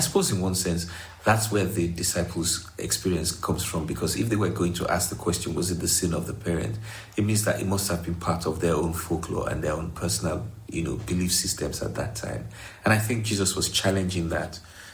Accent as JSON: {"language": "English", "country": "Nigeria", "tie": "born or raised there", "moved": "yes", "lives_now": "Lancaster, United Kingdom", "said": "I grew up in Nigeria, and Nigeria is a very highly spiritual country in the sense that, you know, you have to know what faith you're in. You have to know whether you're Christian or Muslim."}